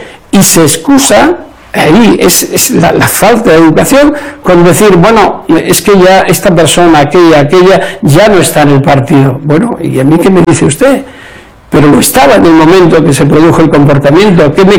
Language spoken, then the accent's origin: Spanish; Spain; En mi país, en España, cualquier juez o fiscal puede salir de su carrera judicial